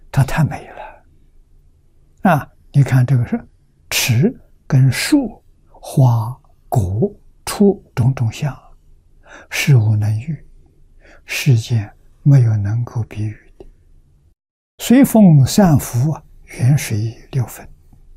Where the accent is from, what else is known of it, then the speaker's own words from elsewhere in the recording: China; 我们中国人称得做檀香，